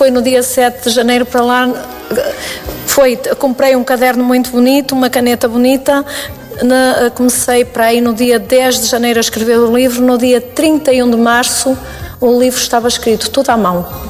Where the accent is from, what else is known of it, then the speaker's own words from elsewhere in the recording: Arcos de Valdevez, Norte, Portugal; Em Arcos do Alvejo é porque eu sou daqui, não é? E a minha terra